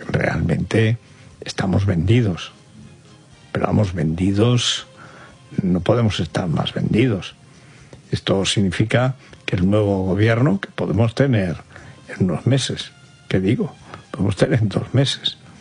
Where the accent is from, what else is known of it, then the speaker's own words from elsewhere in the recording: Spain; Las víctimas son los ceutíes. Las víctimas son o somos los españoles.